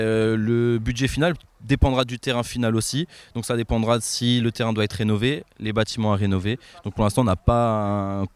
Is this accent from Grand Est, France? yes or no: yes; Grand Est, France; Chez nous, en Alsace, on a beaucoup de foot. Comme dans chaque village, il y a un club de foot.